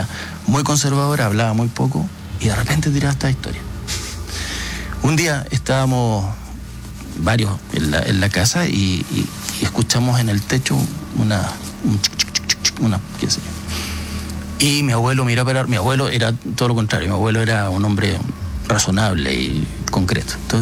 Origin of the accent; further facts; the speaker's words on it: Magallanes, Chile; yo no sé si alguna vez te lo conté, pero yo soy magallánico.